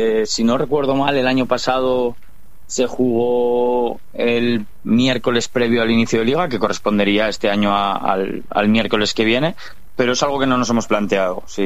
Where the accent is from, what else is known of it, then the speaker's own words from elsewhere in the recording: Binéfar, Aragon, Spain; es el título que más orgullo nos trae a todos los que somos de Binefar y del Binefar.